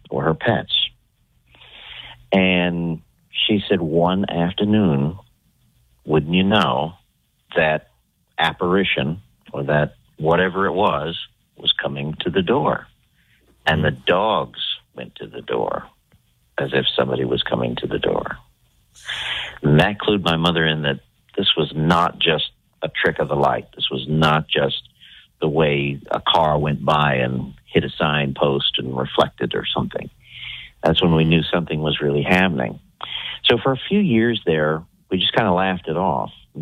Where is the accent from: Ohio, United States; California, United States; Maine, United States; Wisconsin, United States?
Ohio, United States; I am from South Central Ohio, And I did meet the ladies in 23 when George Norrie was doing a live show at the Egyptian in Columbus.